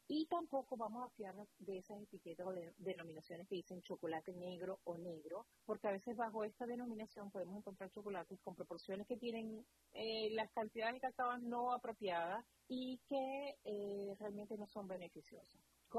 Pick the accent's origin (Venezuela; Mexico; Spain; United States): Venezuela; Zulia; mi tierra, de donde yo soy, del Zulia, se produce uno de los mejores cacao del mundo, en el sur del lago de Venezuela